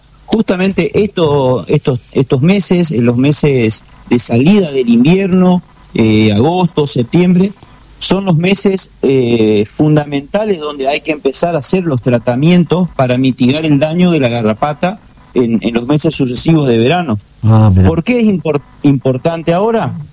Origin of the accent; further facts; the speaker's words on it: Corrientes, Argentina; De Corrientes, yo soy de Corrientes, estamos en Corrientes